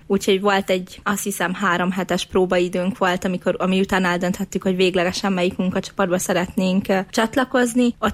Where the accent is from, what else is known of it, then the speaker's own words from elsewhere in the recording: Borsod-Abaúj-Zemplén, Hungary; moved away; Hát én egy cigány soron nőttem fel Ózd mellett